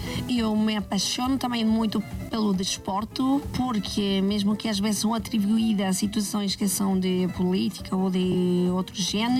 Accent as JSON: {"language": "Portuguese", "country": "Mexico", "second_language": "Portuguese", "lives_now": "Portugal", "said": "o meu México está no coração e o Portugal na minha terra, mas é, também é o meu coração, mas é a minha terra também agora, é a minha casa"}